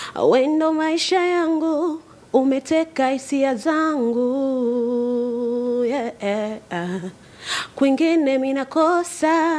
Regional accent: Iringa, Tanzania; Mimi natokea Iringa.

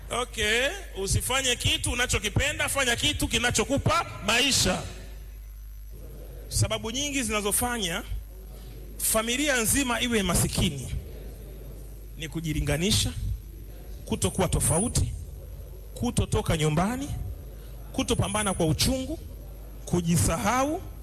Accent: Kilimanjaro, Tanzania; Sisi ni Wachaga wote, maduka kuwa tofauti, kuwa tofauti.

